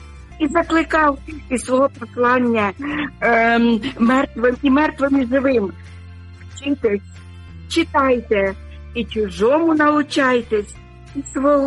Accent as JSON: {"language": "Ukrainian", "region": "Sumy Oblast", "country": "Ukraine", "moved": "yes", "lives_now": "Denmark", "said": "передаю своє вітання на мою рідну Україну, на мою рідну Сумщину, в мою рідну церкву Різдва."}